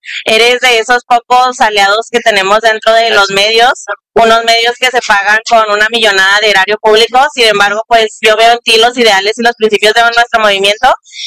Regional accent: Mexico; como mexicanos y mexicanas

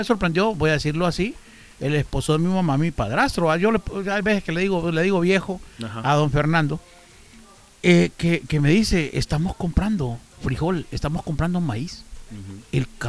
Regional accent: Tegucigalpa, Francisco Morazán, Honduras; los que estamos tierra adentro somos nosotros, los de Tegucigalpa.

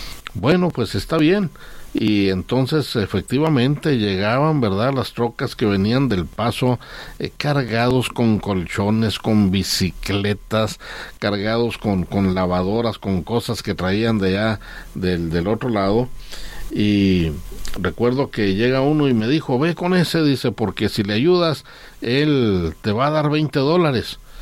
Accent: Chihuahua, Mexico; No, le digo, yo vengo de Chihuahua.

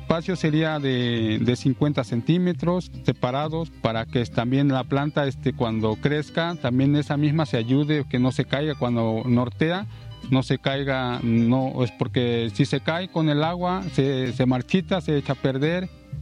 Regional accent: San Pablo Coapan, Veracruz, Mexico; soy de San Pablo Coapan, municipio de Naolinco, y yo me dedico a la siembra de cempasúchil.

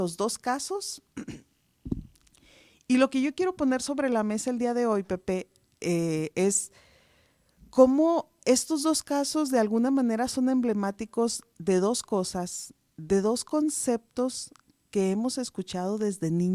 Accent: Mexico; para nosotros como mexicanos

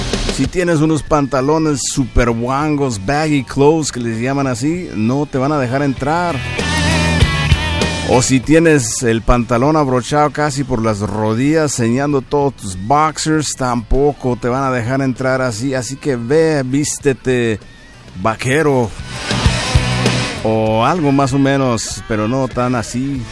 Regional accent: Mexico; born there; moved away; Que yo crecí en Ejido Morelos mis primeros años.

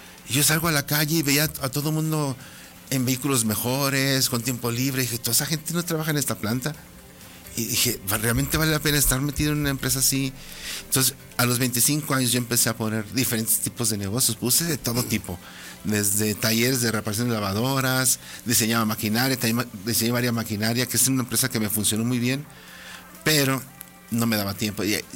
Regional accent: Aguascalientes, Mexico; also born or lived in San Luis Potosí; y luego de allá me vine otra vez aquí a Aguascalientes, pues yo soy de Aguascalientes.

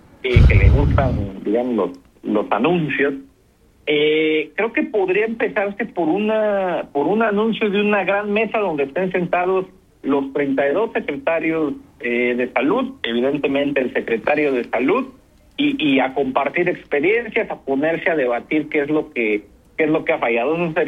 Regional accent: Mexico

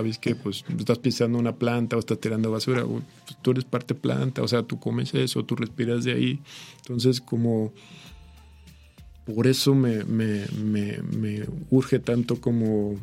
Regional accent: Chiapas, Mexico; Yo vengo de una zona, yo soy chiapaneco, entonces crecí no solo en una zona con en ese tiempo mucha vegetación, sino tenía a la mano como muchas ruinas de no eran mayas ni olmecas

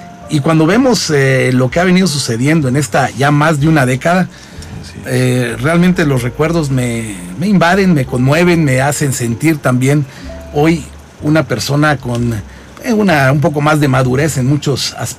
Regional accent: San Cristóbal de las Casas, Chiapas, Mexico; also born or lived in Mexico City; yo aquí nací en San Cristóbal de las Casas. No, no es cierto. Yo nací en la Ciudad de México.

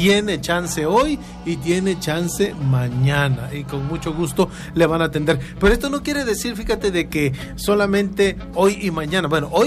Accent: Tabasco, Mexico; como buen tabasqueño tenemos que ayudar

